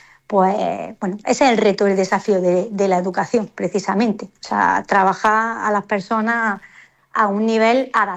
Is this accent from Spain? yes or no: yes; Motril, Andalusia, Spain; la capital de España es Motril, vaya, básicamente. No, pues a ver, yo al final siempre barro para mi tierra.